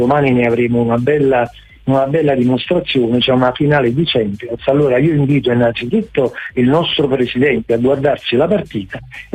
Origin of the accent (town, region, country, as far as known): Naples, Campania, Italy